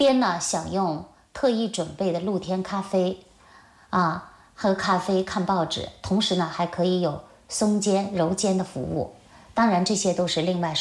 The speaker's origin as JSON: {"language": "Chinese", "country": "China", "said": "因为他听说我是中国人，他对我们中国的中医推拿正骨啊非常认同。"}